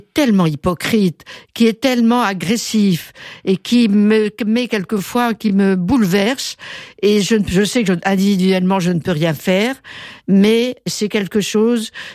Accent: Paris, Île-de-France, France; moved away as an adult; also born or lived in United States; je suis une Parisienne d'origine, puisque je suis née à Paris

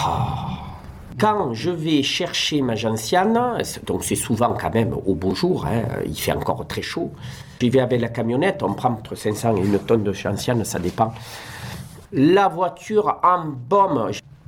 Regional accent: Provence-Alpes-Côte d'Azur, France; moved away; Alors, moi je suis originaire de Camargue.

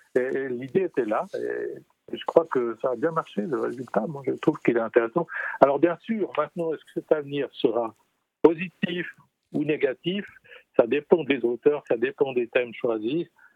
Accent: Switzerland; on est suisse

